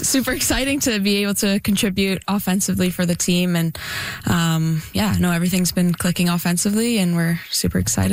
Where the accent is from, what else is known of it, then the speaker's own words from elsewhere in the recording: Ottawa, Ontario, Canada; It's been an amazing experience playing back home in front of my family and friends. And to be able to represent this city in my hometown is truly amazing.